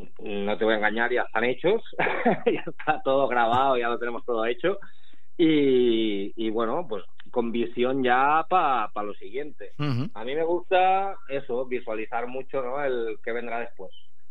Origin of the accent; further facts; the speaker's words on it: Barcelona, Catalonia, Spain; Y joder, somos de Barcelona